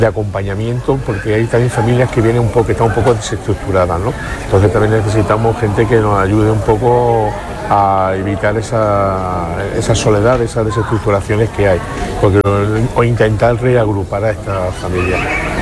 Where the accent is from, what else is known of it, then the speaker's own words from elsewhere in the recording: La Guardia de Jaén, Andalusia, Spain; yo soy de La Guardia, vivo en Entrecamino